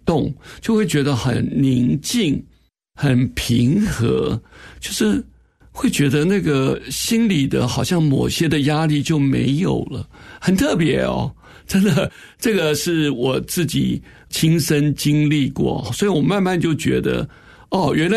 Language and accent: Chinese; China; 我说我们中国人这么苦，为什么耶稣不生在中国呢？